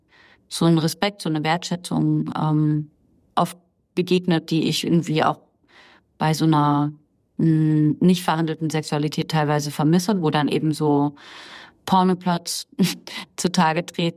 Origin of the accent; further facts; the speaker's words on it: East Germany, Germany; also ich komme einmal aus dem Osten Deutschlands